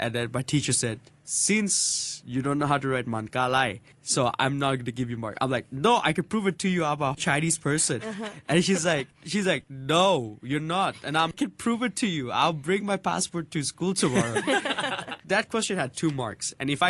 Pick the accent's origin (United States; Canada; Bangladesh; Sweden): Bangladesh; I don't know much about my home country, Bangladesh